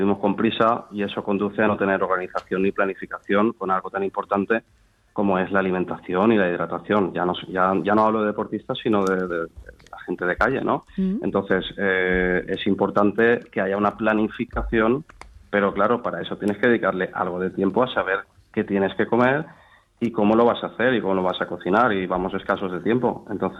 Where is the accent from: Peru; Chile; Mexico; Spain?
Spain; Valencia, Valencian Community; Yo soy mediterráneo, como todos los españoles, pero yo soy de Valencia